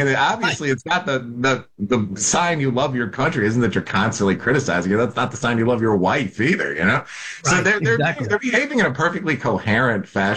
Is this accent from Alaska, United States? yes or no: no; Chicago, Illinois, United States; most of these people aren't going to New York or my hometown of Chicago.